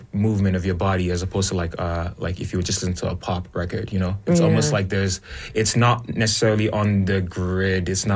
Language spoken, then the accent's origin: English; Nigeria; now in Canada; she was just into me because I'm Nigerian. Mm-hmm. But I've also been in Canada for about 17 years, so I'm like a hybrid in a sense.